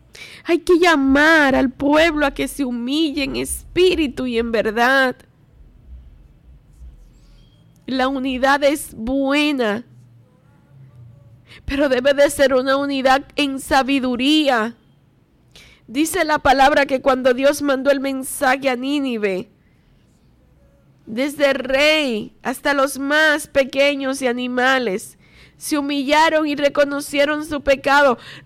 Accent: Dominican Republic

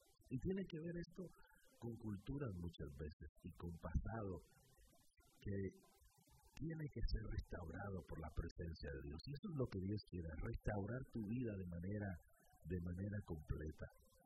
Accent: Guatemala; moved away; en mi país la cerca o el tapial, le decimos nosotros en Guatemala

